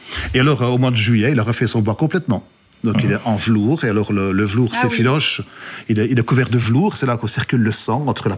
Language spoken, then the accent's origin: French; Wallonia, Belgium; c'est quelque chose qui est historique du cerf que chez nous en Ardennes, parce qu'il y a les forêts qui sont telles.